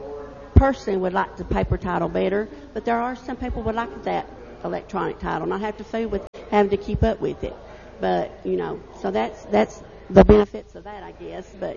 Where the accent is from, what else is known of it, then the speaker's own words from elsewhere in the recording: United States; They have passed away, but that's who my parents was. And I was born and raised here in Macon County.